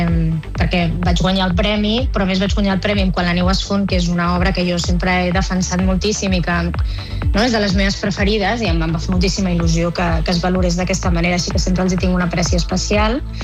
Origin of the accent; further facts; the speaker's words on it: El Prat de Llobregat, Catalonia, Spain; A aquesta zona, perquè jo sóc del Prat, i com que el tema de l'ampliació de l'aeroport torna a ser un problema